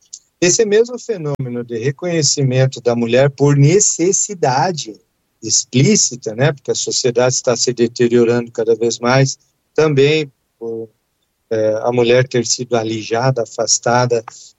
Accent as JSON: {"language": "Portuguese", "town": "Curitiba", "region": "Paraná", "country": "Brazil", "tie": "born there", "said": "Eu nasci em Curitiba, lá na Praça Tiradentes. Nós temos uma pequena catedral gótica, é dedicada a Nossa Senhora da Luz dos Pinhais, dos Pinheiros."}